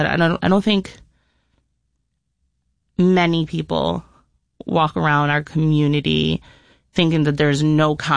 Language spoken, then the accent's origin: English; Rochester, New York, United States; I grew up on North Clinton and Clifford Avenue.